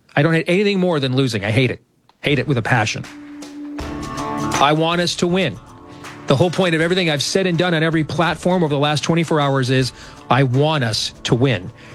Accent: Iowa, United States; born there

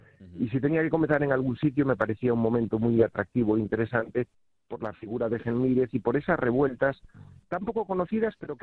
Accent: Galicia, Spain

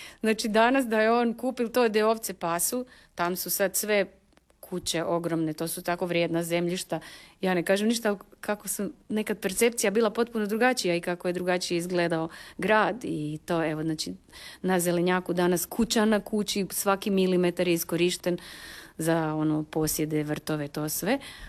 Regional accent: Zagreb, City of Zagreb, Croatia; Došli su u Zagreb, tu smo se rodili i brat i ja, živjeli su u Zagrebu cijeli život.

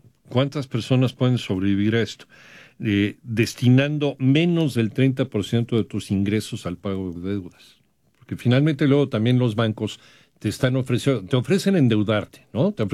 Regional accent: Mexico

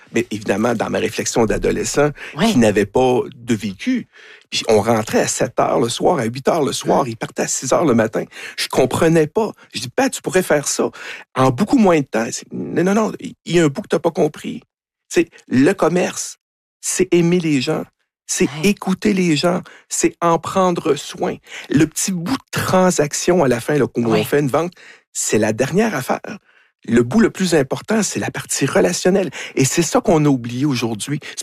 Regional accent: Quebec, Canada; On perçoit un accent français. On est des Canadiens. Ah, blablabla, bla, bla, québécois, etc.

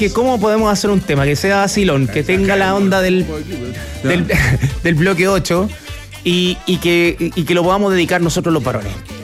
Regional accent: Antofagasta, Chile; moved away as an adult; De Antofagasta. Nacido, criado y mal criado

